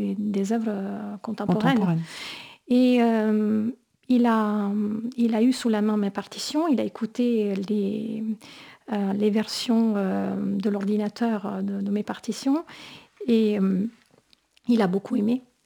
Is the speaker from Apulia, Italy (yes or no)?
yes; Bari, Apulia, Italy; voilà, je suis de Bari.